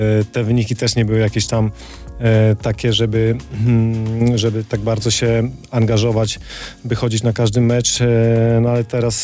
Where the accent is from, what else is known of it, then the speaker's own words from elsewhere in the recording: Kołobrzeg, West Pomeranian Voivodeship, Poland; ja jestem z Kołobrzegu, pochodzę z Kołobrzegu i tam zawsze była ta zgoda Pogoni z Legią, to było coś normalnego i ja się na tym wychowałem